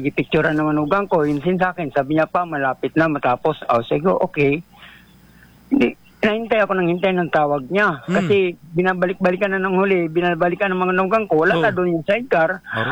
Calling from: San Vicente, Mimaropa, Philippines; Dito po ako sa bayan ng San Vicente.

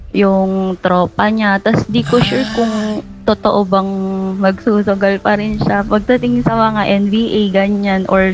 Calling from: Teresa, Calabarzon, Philippines; Teresa Rizal po.

